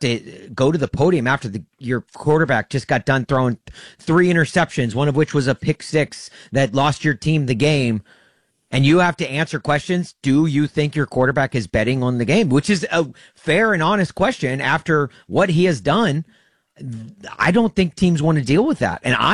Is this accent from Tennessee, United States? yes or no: yes; Tennessee, United States; If look, my hometown team, the Tennessee Titans, we know you need all the help you can get. And I'm here to do it, baby. Sign the hometown kid, and let's